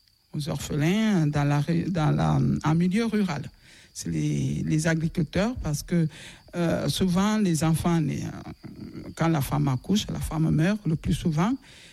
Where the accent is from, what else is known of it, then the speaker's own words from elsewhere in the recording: Nzérékoré, Nzérékoré Region, Guinea; Car je suis natif des Érécorées, la République de Guinée, mais en région forestière.